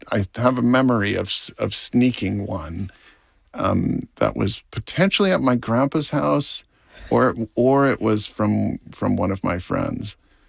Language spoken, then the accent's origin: English; Hawaii, United States; You know, I always sort of compartmentalized my upbringing and my culture and growing up in Hawaii as sort of a separate thing